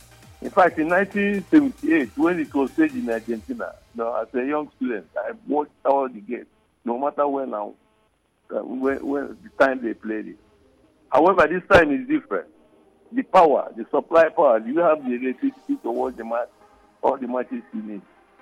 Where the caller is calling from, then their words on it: Port Harcourt, Rivers, Nigeria; I'm calling from Port Harcourt.